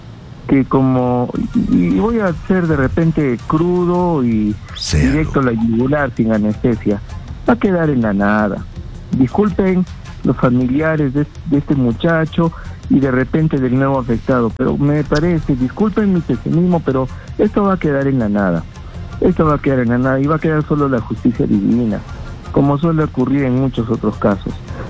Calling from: Peru; su actitud nos indispone a todos los peruanos

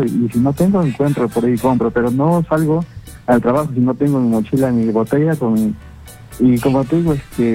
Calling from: Trujillo, La Libertad, Peru; de Trujillo.

